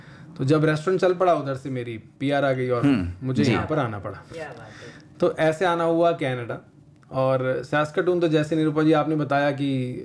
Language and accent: Hindi; Delhi, India; मैं इंडिया में दिल्ली से हूँ